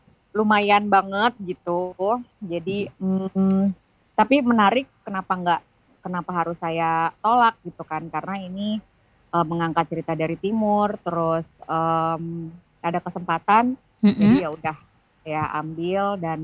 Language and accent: Indonesian; Eastern Indonesia, Indonesia; asli Tikur juga, Papua, Ambon gitu ya.